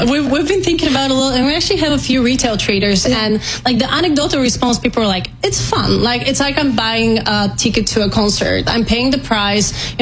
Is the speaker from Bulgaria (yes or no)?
yes; Bulgaria; English is a second language; But, you know, I'm from Bulgaria, and then Bulgaria had very low odds of winning Eurovision.